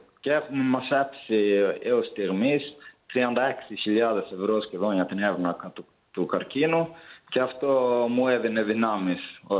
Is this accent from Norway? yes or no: yes; Norway; moved away; Εγώ μεγάλωσα στην Νορβηγία, σε ένα μικρό νησί.